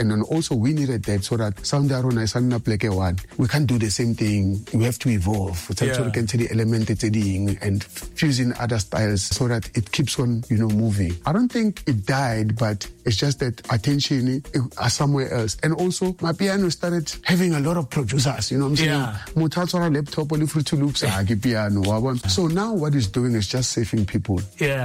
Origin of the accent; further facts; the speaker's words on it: Pretoria, Gauteng, South Africa; I'm from Pretoria